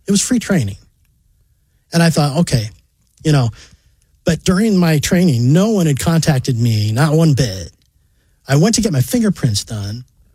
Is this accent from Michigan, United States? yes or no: yes; Swartz Creek, Michigan, United States; Well, I'm originally from Michigan.